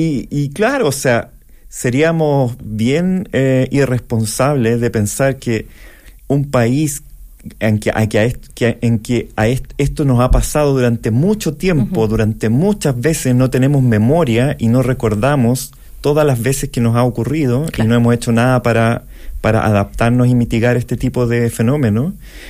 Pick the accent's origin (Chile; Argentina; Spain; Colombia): Chile; Santiago, Santiago Metropolitan Region; Yo soy de la Gran Avenida también, y también tengo la edad suficiente para acordarme del Niño 82-87.